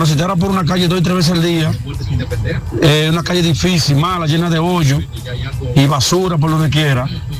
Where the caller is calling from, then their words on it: Dominican Republic; Y lo que yo estoy pidiendo es algo que como dominicano me pertenece.